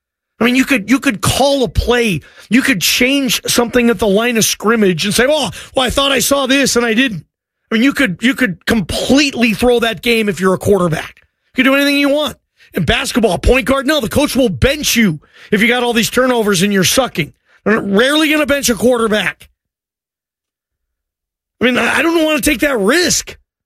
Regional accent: Georgia, United States; born there

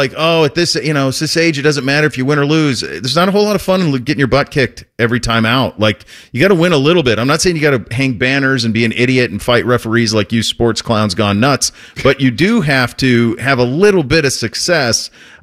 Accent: Montana, United States; moved away; I grew up in Montana.

